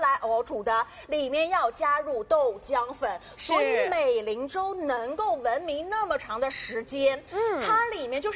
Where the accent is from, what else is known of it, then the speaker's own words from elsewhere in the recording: Shanghai, China; 其实南京大排档，我们上海人也特别特别喜欢去吃的一家店啊